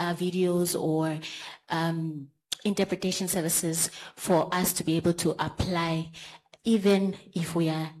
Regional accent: Windhoek, Khomas, Namibia; Good afternoon, everybody. I am from Windhoek, and thank you so much for this opportunity to talk.

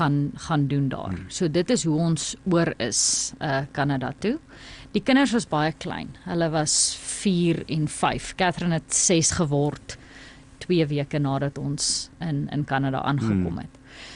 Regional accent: Namibia; moved away as an adult; also born or lived in Cape Town, South Africa

